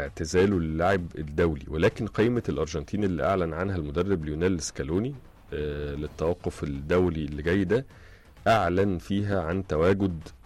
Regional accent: Egypt

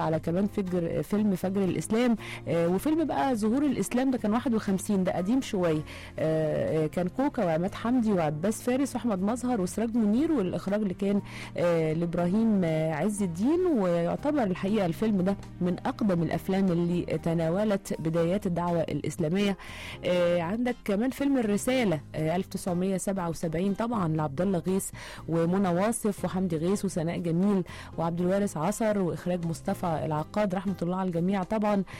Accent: Egypt; فتبني معاه شخصيتك كمصري ثم كعربي

